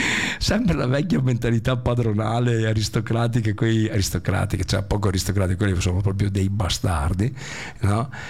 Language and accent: Italian; Rovigo, Veneto, Italy; No, il mio paese, beh, insomma, io non abito proprio lì, però lì vicino, insomma, a Rovigo, no?